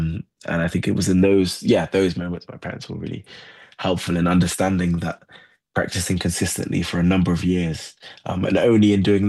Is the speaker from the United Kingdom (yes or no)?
yes; Nottingham, East Midlands, United Kingdom; born or raised there; now in London, United Kingdom